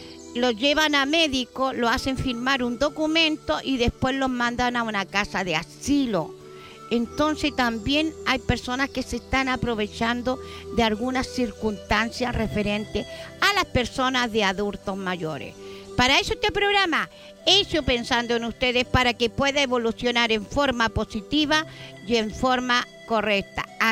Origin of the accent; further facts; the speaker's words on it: Chile; porque somos chilenos